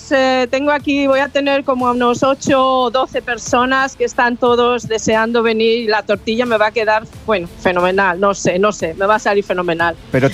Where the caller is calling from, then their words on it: London, United Kingdom; Vivo en Londres, en el centro.